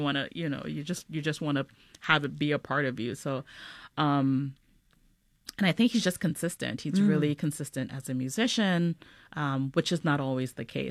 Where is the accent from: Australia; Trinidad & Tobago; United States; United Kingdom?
Trinidad & Tobago; for every child growing up in Trinidad, you know, we remember this.